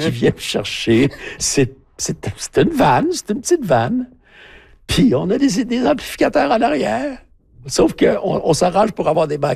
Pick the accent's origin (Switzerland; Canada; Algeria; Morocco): Canada; Quebec; on est assez friand de ça au Québec